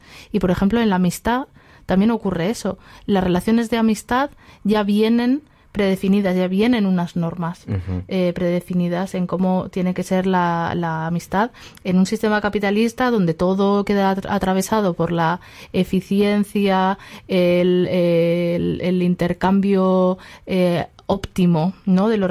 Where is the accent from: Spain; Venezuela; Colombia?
Spain; Aragon